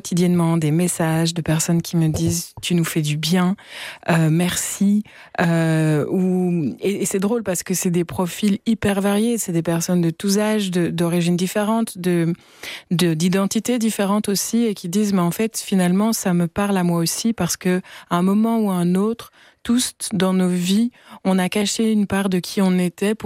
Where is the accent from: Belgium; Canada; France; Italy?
Belgium; Verviers, Wallonia; now in Brussels, Belgium; moi je viens de Verviers